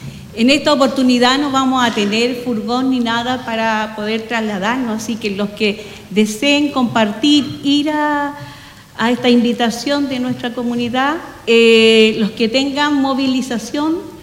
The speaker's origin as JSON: {"language": "Spanish", "country": "Chile", "said": "¿ya? Mi lugar de donde vengo es de acá, de la comuna de Coihue."}